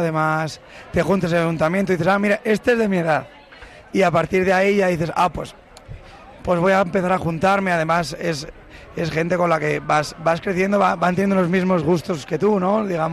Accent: Roa, Castile and León, Spain; este es mi pueblo, es mi casa, es mi iglesia

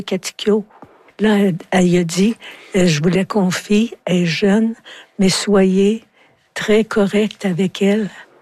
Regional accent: Quebec, Canada; Mais tu sais, je viens de l'Abitibi, puis je suis...

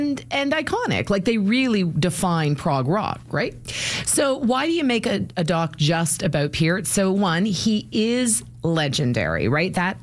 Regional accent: Canada; I'm Canadian

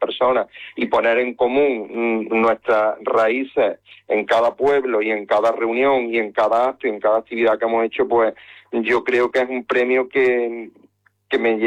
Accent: Ochavillo del Río, Andalusia, Spain; now in Fuente Palmera, Spain; soy nativo de allí, aunque ahora vivo aquí en Fuente Palmera

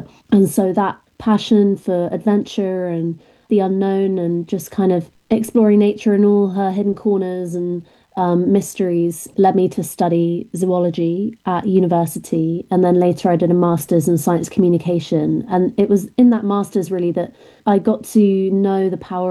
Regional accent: Devon, South West England, United Kingdom; also born or lived in Augusta, Georgia, United States; I was brought up in a really beautiful part of England in a county called Devon in the southwest near the coast.

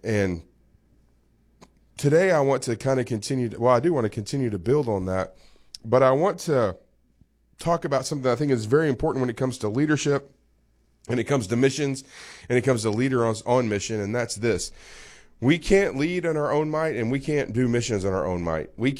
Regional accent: Little Rock, Arkansas, United States; I grew up in Arkansas, I grew up in Little Rock. I'm familiar with this weather around here.

